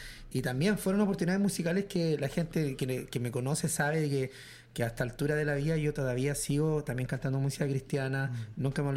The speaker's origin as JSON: {"language": "Spanish", "town": "Calera de Tango", "region": "Santiago Metropolitan", "country": "Chile", "tie": "born or raised there", "also_born_or_lived": "San Bernardo", "said": "La verdad que yo pertenezco originalmente a la comuna de Calera Tango."}